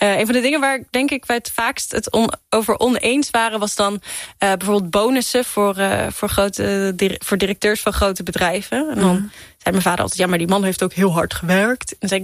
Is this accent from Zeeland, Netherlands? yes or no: yes; Middelburg, Zeeland, Netherlands; moved away; ik kom uit Zeeland. Ik kom uit Middelburg.